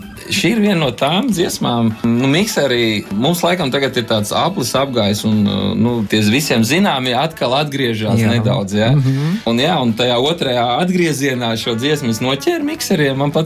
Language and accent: Latvian; Riga, Latvia; es no Purciem